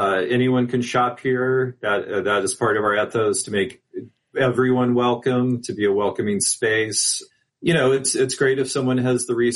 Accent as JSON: {"language": "English", "region": "Missouri", "country": "United States", "tie": "born or raised there", "also_born_or_lived": "West Coast / New York", "lives_now": "Chicago, United States", "said": "Grew up the first part of my life in Missouri, then moved to the West Coast, moved around a bit, lived in upstate New York before moving to Chicago."}